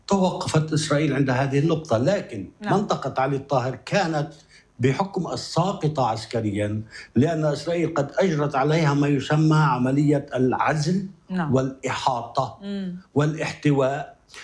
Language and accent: Arabic; Beqaa, Lebanon; أنا من البقاع الغربي